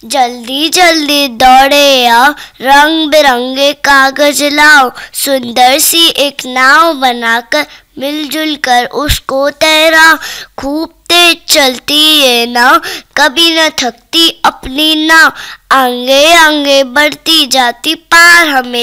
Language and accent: Hindi; Indore, Madhya Pradesh, India; दीदी मैं इंदौर से आई हूँ।